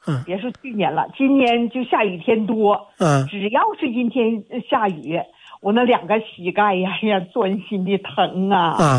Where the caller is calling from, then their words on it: Jilin, China; 我也是东北人，吉林的。